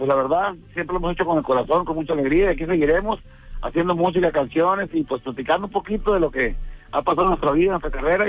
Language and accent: Spanish; El Fuerte, Sinaloa, Mexico; acá andamos ahorita en el Fuerte, Sinaloa, donde somos originarios, aquí en un pueblito muy bonito, como todo lo mágico